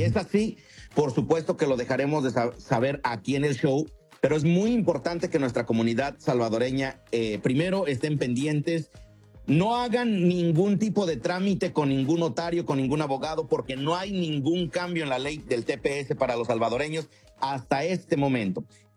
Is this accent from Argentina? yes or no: no; Mexico